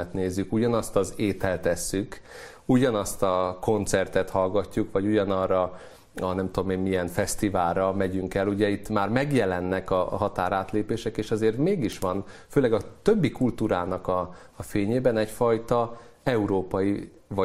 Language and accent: Hungarian; Hungary; ami tartást adhat nekünk magyarként